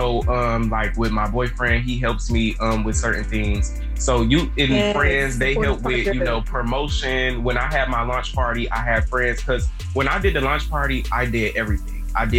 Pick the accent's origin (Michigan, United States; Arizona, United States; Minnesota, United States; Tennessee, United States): Michigan, United States; Detroit; I'm from Detroit, of course.